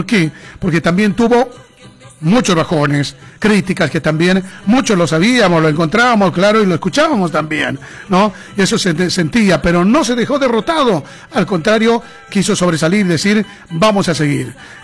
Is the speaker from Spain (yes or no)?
no; Bolivia; now in Argentina; muchos de nosotros, como bolivianos